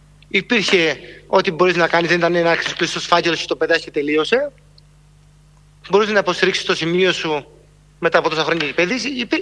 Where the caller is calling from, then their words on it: Rhodes, South Aegean, Greece; έχω γυρίσει ντοκιμαντέρ με τη γυναίκα μου στη Ρόδο για να αναδείξω το νησί μου.